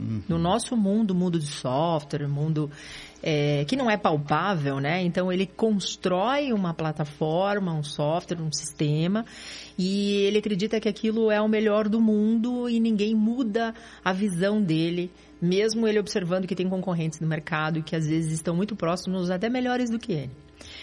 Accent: Paraná, Brazil; born there; O Paraná, eu sou suspeita em falar, eu adoro, sou paranaense, nasci aqui e amo esse estado.

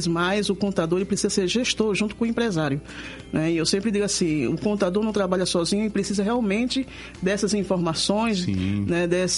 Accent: Recife, Pernambuco, Brazil; now in Curitiba, Brazil; Eu sou de Recife, né, na realidade.

